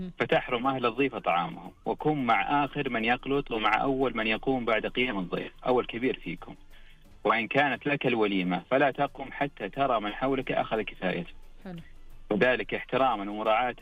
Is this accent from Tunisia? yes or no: no; Ha'il, Ha'il Province, Saudi Arabia